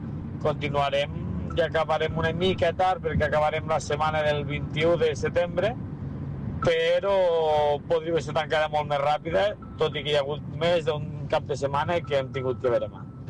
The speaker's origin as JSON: {"language": "Catalan", "town": "Almenar", "region": "Catalonia", "country": "Spain", "tie": "born or raised there", "said": "sortint de la festa major del meu poble, d'Almenar"}